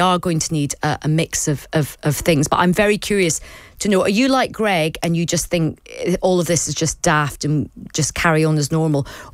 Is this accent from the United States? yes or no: no; Scotland, United Kingdom; I'm Scottish. I'm very proud of Aberdeen and the oil and gas jobs there.